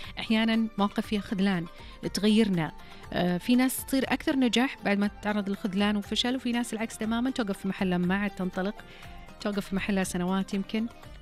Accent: Saudi Arabia

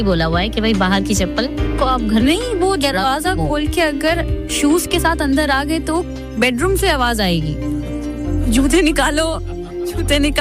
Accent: Mumbai, Maharashtra, India; हम है बॉम्बे से

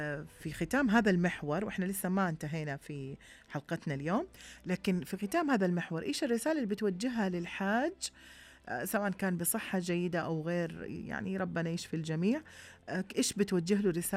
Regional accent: Saudi Arabia; لأنه حقيقة نحن كشعب سعودي من القادة من رأس الهرم

